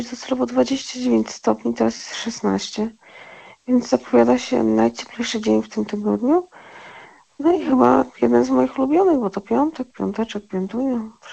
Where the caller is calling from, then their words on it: Olsztyn, Warmian-Masurian Voivodeship, Poland; u nas w Olsztynie, tradycyjnie z łóżeczka, nadaje